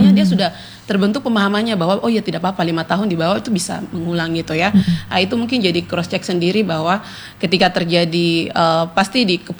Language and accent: Indonesian; Southwest Papua, Indonesia; Saya orang, misalnya saya orang Maibrat, berarti saya di sini saya sebagai pendatang juga gitu ya.